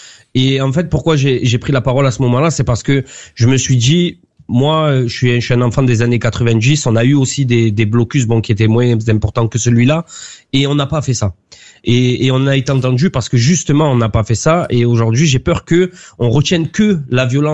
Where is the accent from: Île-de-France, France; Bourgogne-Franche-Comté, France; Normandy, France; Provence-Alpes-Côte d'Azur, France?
Provence-Alpes-Côte d'Azur, France; Marseille; nous, en tant que Marseillais, enfants de Marseille, enfants de la France